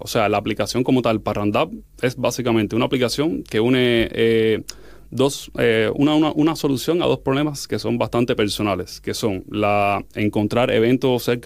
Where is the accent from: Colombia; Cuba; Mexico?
Cuba; moved away as an adult; also born or lived in Madrid; now in Gijón, Spain; Soy de Cuba.